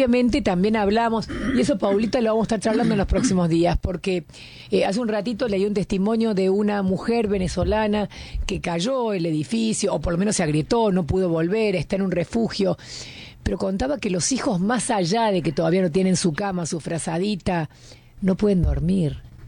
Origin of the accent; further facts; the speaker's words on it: Argentina; también nos toca como argentinos